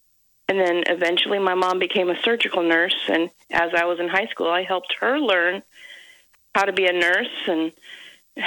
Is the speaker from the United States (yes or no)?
yes; Iowa City, Iowa, United States; moved away as an adult; now in Missouri, United States; I was born in Iowa City, Iowa, a long time ago. And then I moved to Missouri in, 2005.